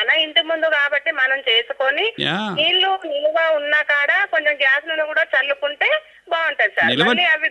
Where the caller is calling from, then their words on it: Kothagudem, Telangana, India; నేను కొత్తగూడెం పరమశాం నుంచి మాట్లాడుతున్నాను సార్.